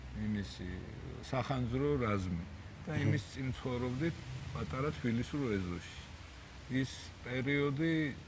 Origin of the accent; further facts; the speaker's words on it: Tbilisi, Georgia; ხო, და ბავშვობა, ალბათ სტანდარტული, მაინც დავიბადე თბილისში. ცხოვრობდით მაშინ კალინინის ქუჩაზე, პრეხანიზზე.